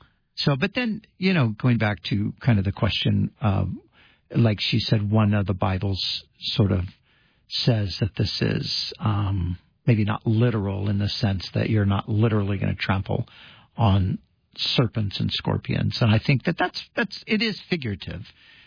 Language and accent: English; California, United States; And I said, well, I'm from California where we have rattlesnakes as pets, so I'm not really worried about it.